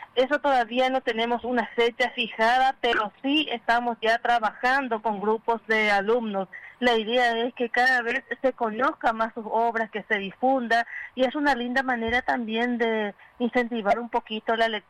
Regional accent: Maciel, Caazapá, Paraguay; una obra que yo lancé el año pasado, Pasado y Presente de Maciel. Es una breve reseña histórica de mi pueblo, donde también mencioné a algunas personas oriundas de ese lugar.

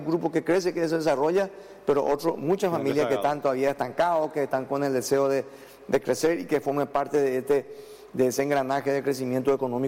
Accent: San Pedro, Paraguay; provengo del departamento de San Pedro.

